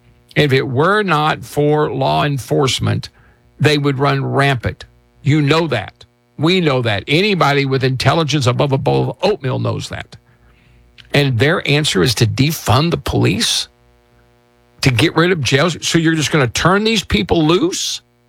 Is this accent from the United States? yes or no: yes; Oklahoma, United States; My daddy was a Democrat. My mama was a Democrat when I was growing up in Oklahoma